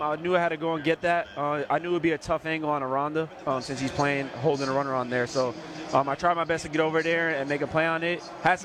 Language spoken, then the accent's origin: English; New York City, New York, United States; born or raised there